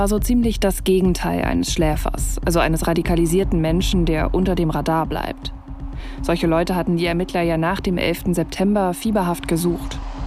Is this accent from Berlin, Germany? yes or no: yes; Berlin, Germany; Mitten in Berlin. Mal wieder in meiner Heimatstadt.